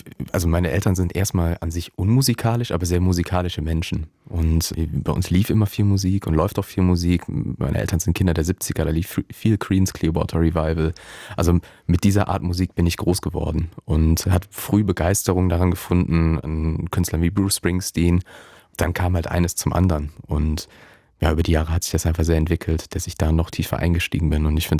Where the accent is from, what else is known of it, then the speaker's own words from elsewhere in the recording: Düren, North Rhine-Westphalia, Germany; Ich bin sehr, sehr verwurzelt in Düren, beziehungsweise in meinem Heimatdorf.